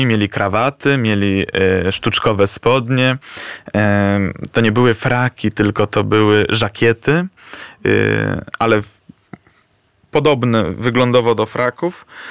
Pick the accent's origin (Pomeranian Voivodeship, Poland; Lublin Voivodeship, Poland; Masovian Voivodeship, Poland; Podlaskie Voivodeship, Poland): Lublin Voivodeship, Poland; Lublin; u nas w Lublinie